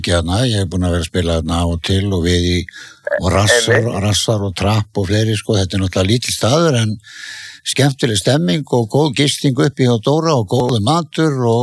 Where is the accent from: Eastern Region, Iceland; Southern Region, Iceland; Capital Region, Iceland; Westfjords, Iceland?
Westfjords, Iceland; Ísafjörður; En ég sá að þú varst að fara vestur á minn heimabæ.